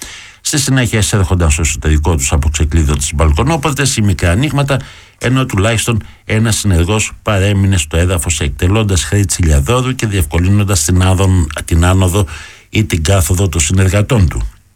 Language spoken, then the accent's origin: Greek; Patras, Western Greece, Greece; γιατί κατάγομαι από την Αγγλικάδα, εκεί μένει και η μάνα μάλωστε και συγγενείς μου